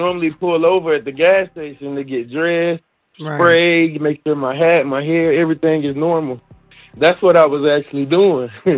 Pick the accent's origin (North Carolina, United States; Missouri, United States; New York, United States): North Carolina, United States; Charlotte; from Charlotte.